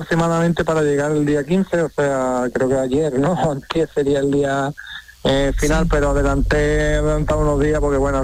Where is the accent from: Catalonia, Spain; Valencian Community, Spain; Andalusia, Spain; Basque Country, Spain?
Andalusia, Spain; Villamartín; Bueno, pues me apetecía salir de aquí, de Villamartín, de mi pueblo, y llegar hasta Santiago como ese hazaña, ese reto